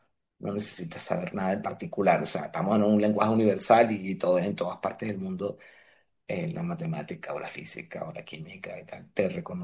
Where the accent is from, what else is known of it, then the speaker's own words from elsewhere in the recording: Venezuela; moved away as an adult; yo, cuando me fui de Venezuela, no se me ocurrió que podía suceder que pudiera enseñar por mi edad.